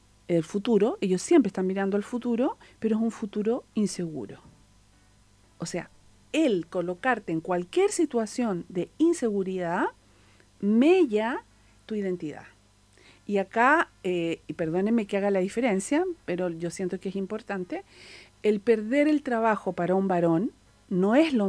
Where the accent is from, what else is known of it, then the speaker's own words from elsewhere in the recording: Buenos Aires, Argentina; moved away; Yo soy de Buenos